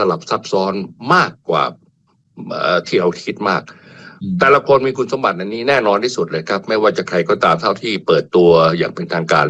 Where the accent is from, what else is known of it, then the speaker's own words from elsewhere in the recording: Bangkok, Thailand; ผมภูมิใจฮะในฐานะคนกรุงเทพนะผมว่าอันนี้เป็นเมืองระดับหนึ่งของโลก